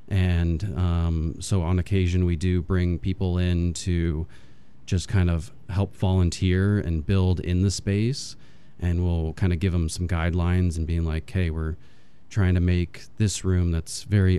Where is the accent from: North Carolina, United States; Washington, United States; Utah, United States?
Utah, United States; I always call it the Southtown Mall, but that's because I grew up in Utah.